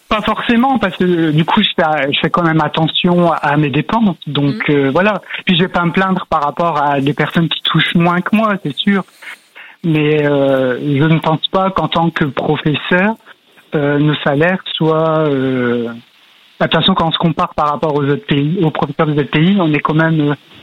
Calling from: Hauts-de-France, France; Du Pas-de-Calais.

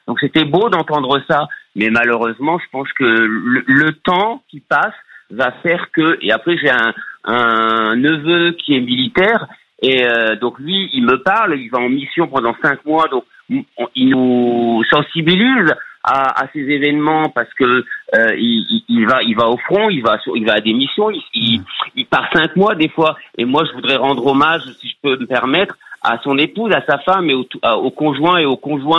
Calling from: Nice, Provence-Alpes-Côte d'Azur, France; Moi j'habite je vous appelle des Alpes-Maritimes de Nice.

